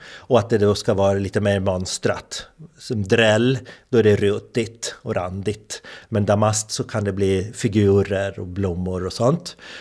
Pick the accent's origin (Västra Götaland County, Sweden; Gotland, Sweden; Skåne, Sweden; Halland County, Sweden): Gotland, Sweden; Hemse; i Hemse där jag växte upp